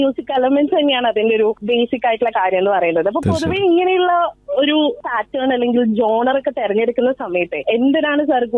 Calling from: Kozhikode, Kerala, India; ഞാൻ കോഴിക്കോട് നിന്നാണ് സംസാരിക്കുന്നത്.

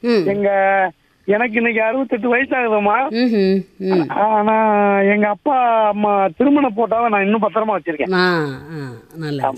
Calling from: Kovilpatti, Tamil Nadu, India; கோவில்பட்டியிலிருந்து பேசுறேன், தூத்துக்குடி மாவட்டம் கோவில்பட்டியிலிருந்து.

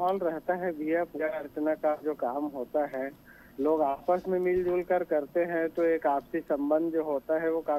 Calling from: Bemetara district, Chhattisgarh, India; जो हमारा जिला मुख्यालय बेमेतरा है

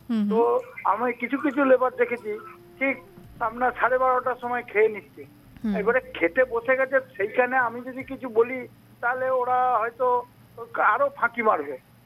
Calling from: Purba Bardhaman district, West Bengal, India; আমি পশ্চিমবঙ্গের পূর্ব বর্ধমান জেলার ভূতপুর থেকে

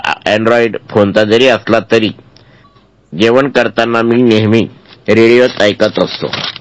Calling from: Bahadarpur, Maharashtra, India; रथ चौक, बहादरपूर, जिल्हा जळगाव.

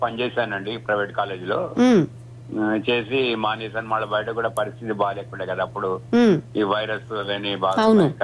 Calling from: Hyderabad, Telangana, India; నేను హైదరాబాద్ నుంచి మాట్లాడుతున్నానండి.

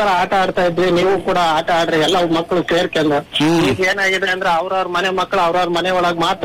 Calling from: Shivamogga, Karnataka, India; ಶಿವಮೊಗ್ಗದಿಂದ ಮಾತಾಡ್ತಿರೋದು ಸರ್.

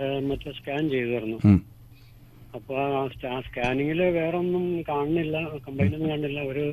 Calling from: Perumbavoor, Kerala, India; ഞാൻ പെരുമ്പാവൂരിൽ നിന്നാണ് … വിളിക്കണേ.

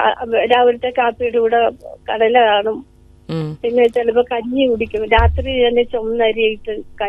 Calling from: Kollam, Kerala, India; Kollam Sooranad വയ്യാങ്കരയിൽ.

